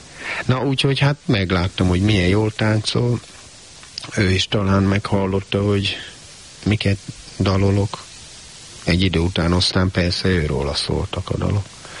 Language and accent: Hungarian; Budapest, Hungary; Mert én Pesten nőttem föl